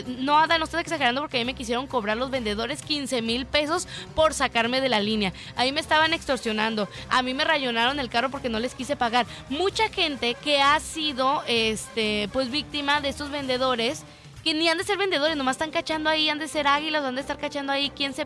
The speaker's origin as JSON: {"language": "Spanish", "country": "Mexico", "said": "Uno como propio mexicano sabe que a veces no está tan chido consumir en esos puestos"}